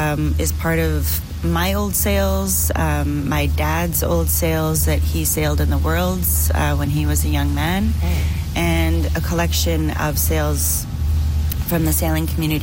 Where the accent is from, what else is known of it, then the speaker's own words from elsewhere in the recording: Winnipeg, Manitoba, Canada; I'm from Manitoba, Winnipeg.